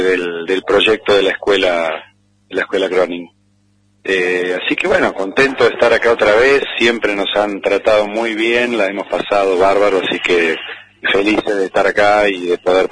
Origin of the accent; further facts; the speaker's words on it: Neuquén, Argentina; soy de Neuquén